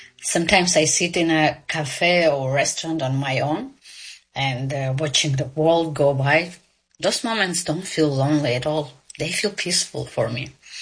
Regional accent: Barcelona, Catalonia, Spain; from Barcelona in Spain.

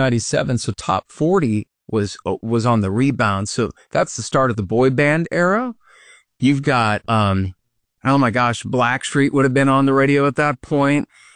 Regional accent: DeWitt, Iowa, United States; moved away; So I grew up in this tiny town of 5,000 people

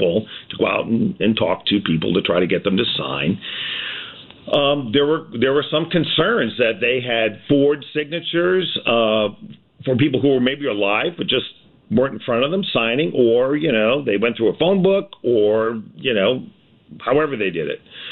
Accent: Jamestown, Rhode Island, United States; And those clerks, particularly in the small towns like Jamestown, my hometown, it's so small, there aren't a lot of signatures to compare

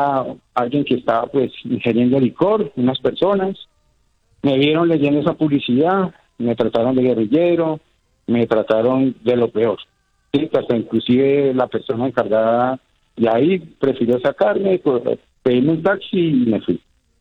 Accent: Colombia; Entonces, y todos somos colombianos. Todos nos tenemos el derecho de vestir la camiseta de la Selección Colombia.

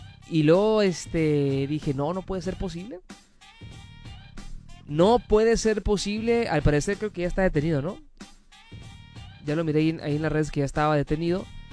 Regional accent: Punta Banda, Baja California, Mexico; soy de Punta Banda, ¿verdad? Allá vivo yo, güey.

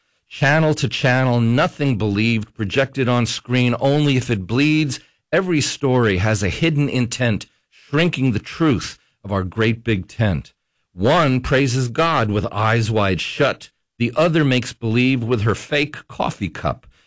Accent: Kentucky, United States; So that's that my celebration of my home state here.

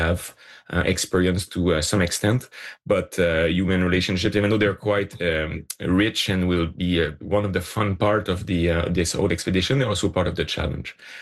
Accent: Quebec, Canada; I'm from Northern Quebec, so I like the winter and the cold.

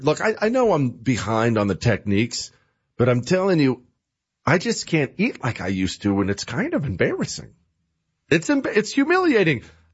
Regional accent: United States

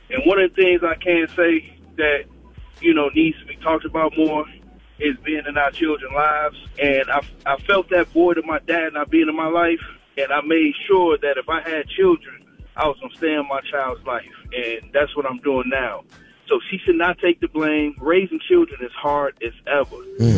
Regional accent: Chicago, Illinois, United States; I'm born and raised in Chicago. I actually live in Chicago, Southside, close to where … him grew up.

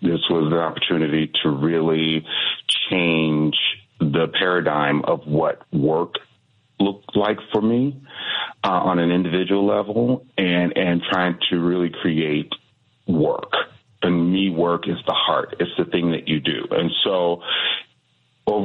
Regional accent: Ford Heights, Illinois, United States; I am a native of Ford Heights, born and raised in Ford Heights, went to all of the schools in Ford Heights.

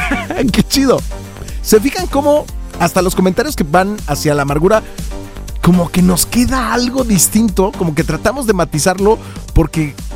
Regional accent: Mexico

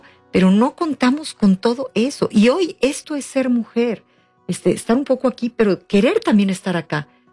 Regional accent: Mexico; siendo mexicanas, no contamos con eso y menos últimamente

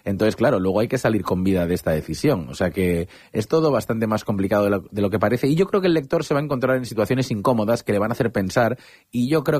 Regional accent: Vigo, Galicia, Spain; now in Madrid, Spain; yo soy de Vigo y tengo allí a toda mi familia

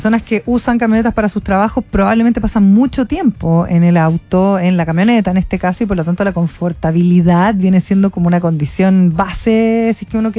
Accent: Osorno, Los Lagos, Chile; yo nací y creé en Osorno

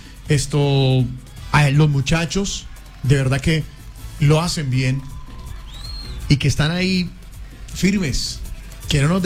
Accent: Colombia

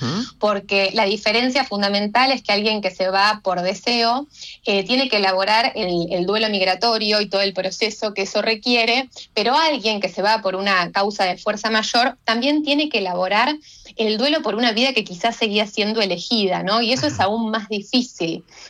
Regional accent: Argentina; now in Madrid, Spain; Soy de Argentina, efectivamente, uh-huh, uh-huh, pero vivo en Madrid hace 8 años casi.

